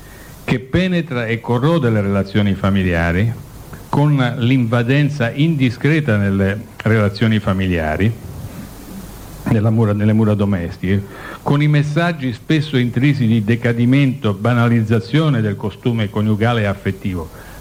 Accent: Milan, Lombardy, Italy; nel luogo dal quale vengo, da Milano o da qualunque altro centro

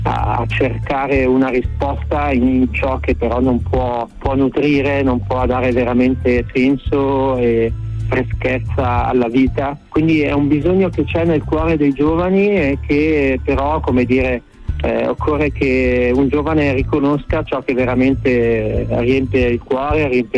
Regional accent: Solaro, Lombardy, Italy; Stavo frequentando il liceo classico a Saronno, dove vicino a Solaro, che è il mio paese, un paesino vicino appunto alla città di Saronno.

